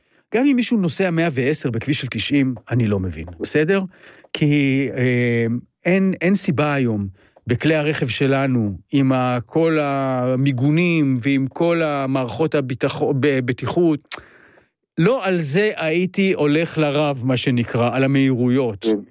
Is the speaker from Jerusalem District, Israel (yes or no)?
yes; Jerusalem, Jerusalem District, Israel; moved away as an adult; אני ירושלמי פעם, עד גיל 18 הייתי ירושלמי